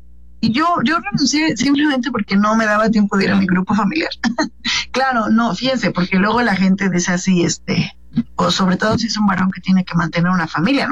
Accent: Morelos, Mexico; yo soy de Morelos

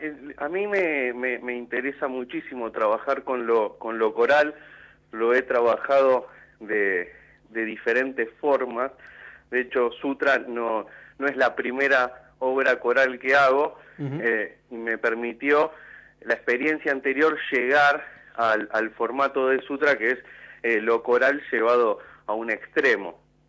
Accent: General Rodríguez, Buenos Aires Province, Argentina; now in Mar del Plata, Argentina; yo nunca viví en Buenos Aires, soy de General Rodríguez, ahora vivo en Mar del Plata

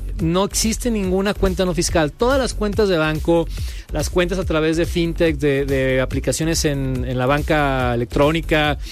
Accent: Mexico

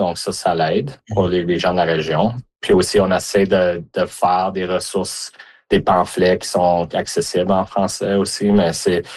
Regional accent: Mont-Laurier, Quebec, Canada; now in Alberta, Canada; Originalement, je viens du Québec, de Mont-Laurier. Puis, on a déménagé, moi et ma famille, en 2006, puis ça va faire ça bientôt 20 ans que je suis en Alberta.

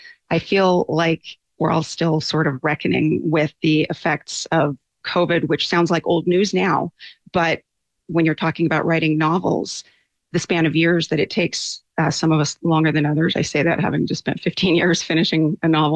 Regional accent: Tacoma, Washington, United States; moved away as an adult; now in Las Vegas, United States; I have now been in Vegas for 20 years, but I'm from Washington State. So a lot of that draws on autobiographical experience of growing up in the 70s in the overcast Pacific Northwest.

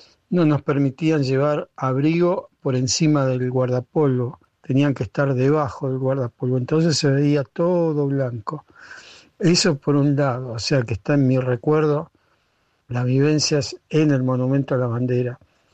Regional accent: Rosario, Santa Fe, Argentina; now in Buenos Aires, Argentina; soy porteño, pero me crié en Rosario a partir de los 5 años. Hice toda mi escuela primaria allá en Rosario

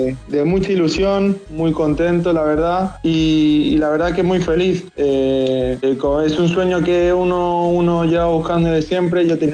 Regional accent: Torrevieja, Valencian Community, Spain; Ellos se vinieron, si no recuerdo mal, uno o dos años antes de que yo naciera. Se vinieron para España y nací acá. Y bueno, como mis padres se buscaron el trabajo acá en España y ahí caí yo. Y nada, y me crié acá en Torrevieja.

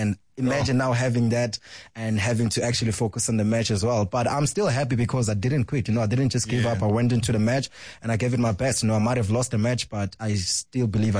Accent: South Africa

